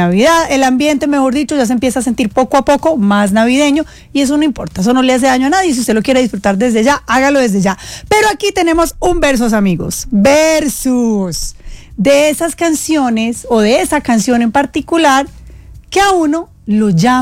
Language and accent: Spanish; Eje Cafetero, Colombia; Pero yo soy muy tradicional y yo soy del Eje Cafetero.